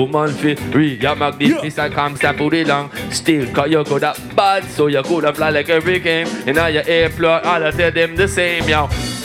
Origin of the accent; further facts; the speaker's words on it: California, United States